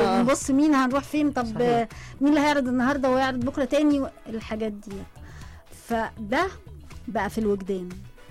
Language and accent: Arabic; Egypt